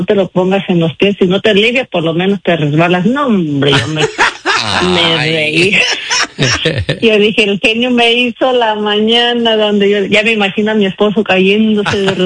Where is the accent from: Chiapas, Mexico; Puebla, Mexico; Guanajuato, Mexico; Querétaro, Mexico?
Guanajuato, Mexico